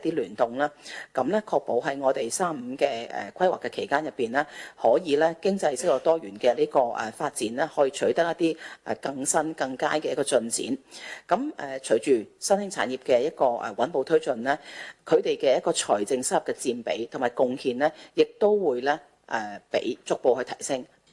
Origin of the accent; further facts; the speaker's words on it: Macau; 可以来到我们澳门那里落户